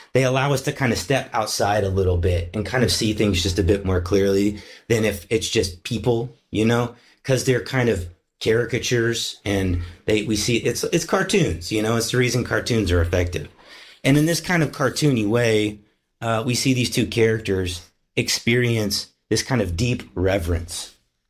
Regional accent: Kansas, United States; when I was a kid, and you know, I grew up in Kansas, and we had a lot of storms coming through

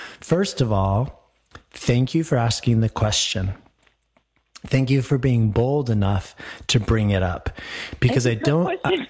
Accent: Aurora, Colorado, United States; moved away; I grew up and went to high school in Aurora.

